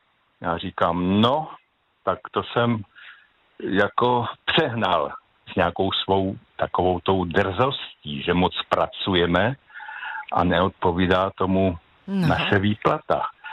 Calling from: Central Bohemian Region, Czechia; Dobrý večer … jsem ze Středočeského kraje.

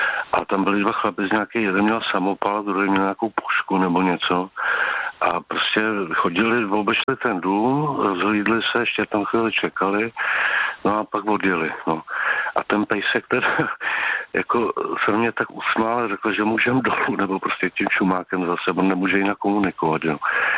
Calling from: Prague, Czechia

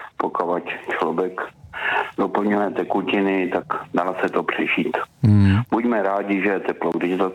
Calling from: České Budějovice, South Bohemian Region, Czechia; jsem Budějčák

